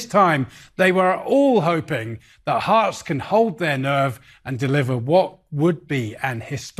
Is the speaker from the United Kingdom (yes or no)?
yes; Edinburgh, Scotland, United Kingdom; I'm afraid I cannot be impartial about this one. I grew up in Edinburgh. Come on, the Jam Tarts.